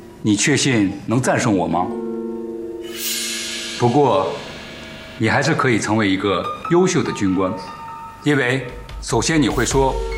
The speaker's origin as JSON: {"language": "Chinese", "country": "Japan", "second_language": "Chinese", "said": "你恨日本人是因为你是一个有血性的中国人，我也恨侵略我们国家的人，我们日本人也很佩服爱国的人"}